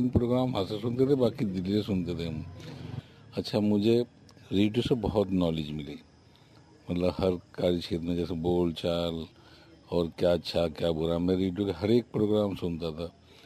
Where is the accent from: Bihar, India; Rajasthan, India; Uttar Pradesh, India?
Uttar Pradesh, India; Mirzapur; आज एक ब्लैंड आदमी हूँ और मैं मिर्जापुर का रहने वाला हूँ और मैं काफ़ी टाइम से रेडियो से जुड़ा हुआ हूँ। मेरा जन्म सन 1957 को हुआ था और उसके बाद सन 64 में मेरी आँखें चली गईं।